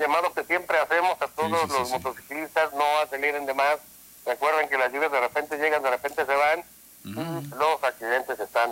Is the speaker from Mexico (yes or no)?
yes; Mexico; somos ciudadanos, los mexicanos nos catalogan por romper todas las reglas.